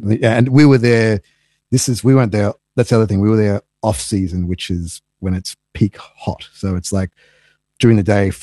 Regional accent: Australia; I'm from Australia

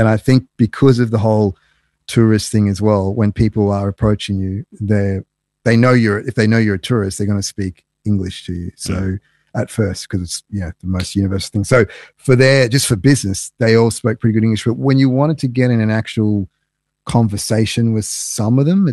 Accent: Australia; I'm from Australia and that, and they'd be like, oh, Australia.

